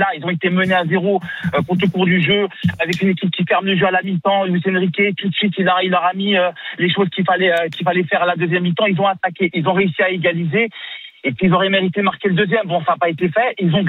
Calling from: Algeria; Je suis algérien

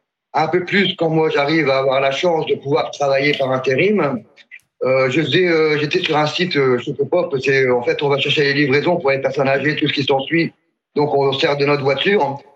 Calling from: La Rochelle, Nouvelle-Aquitaine, France; j'habite à La Rochelle.

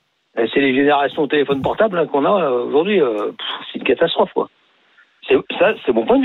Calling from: Ardoix, Auvergne-Rhône-Alpes, France; Je suis à Ardois, c'est le Nord-Ardèche.

